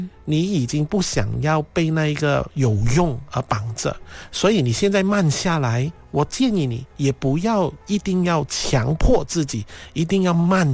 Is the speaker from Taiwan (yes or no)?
no; Guangdong, China; first language Cantonese; 用自己的母语，可能你是福建话的，我是广东话的